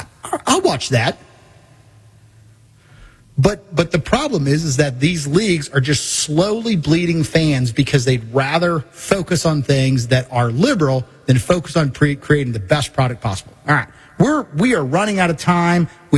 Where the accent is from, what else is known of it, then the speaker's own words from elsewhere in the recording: Midwest, United States; I mean, I'm from the Midwest.